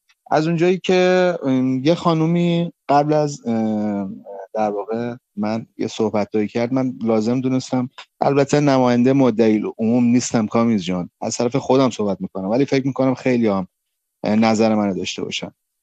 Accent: Karaj, Alborz, Iran; اما من بچه کرجم، بچه ملای خودمو میشناسم.

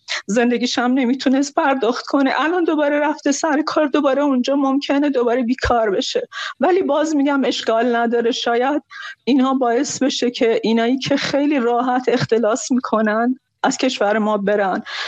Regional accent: Khuzestan, Iran; با این حال که خودم خوزستانیم، خیلی از فامیلام تو خوزستانه

